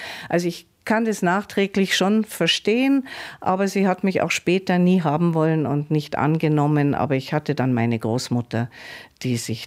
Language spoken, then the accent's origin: German; Bavaria, Germany; Ja, also ich fühle mich immer als Bayer, weil ich nun mal in Bayern geboren bin und sozialisiert wurde.